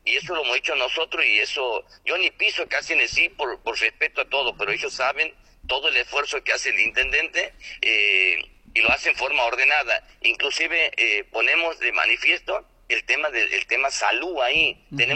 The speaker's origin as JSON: {"language": "Spanish", "town": "Loreto", "region": "Santiago del Estero", "country": "Argentina", "said": "nosotros en Loreto?"}